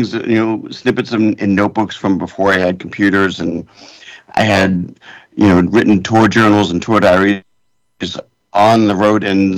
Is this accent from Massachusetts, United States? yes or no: yes; Billerica, Massachusetts, United States; now in California, United States; I'm from Billerica, Massachusetts.